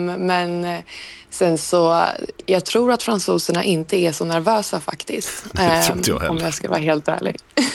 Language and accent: Swedish; Sweden; now in Paris, France; som svensk